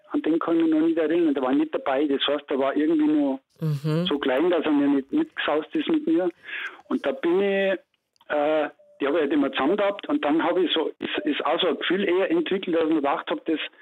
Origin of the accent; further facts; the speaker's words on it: Ohlstadt, Bavaria, Germany; Das früheste, ich denke, da war ich ein halbes Jahr alt. Da war ich in der Kinderklinik bei uns in Ohlstadt.